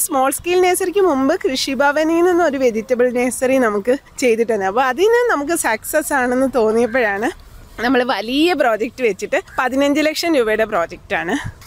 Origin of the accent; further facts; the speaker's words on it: Onattukara, Kerala, India; born there; ഞാൻ ഓണാട്ടുകരയാണ് ജനിച്ചത്. അപ്പോൾ ഒരു കാർഷിക സംസ്കാരമുള്ള നാടാണ്, ജീവിത രീതിയുള്ള നാടാണ്.